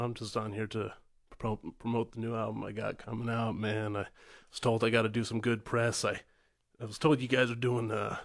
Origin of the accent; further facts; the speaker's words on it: McKinney, Texas, United States; born there; now in Austin, United States; For now, I guess I'm from Austin. You could say that. Yeah. Where were you born? Oh, outside of McKinney.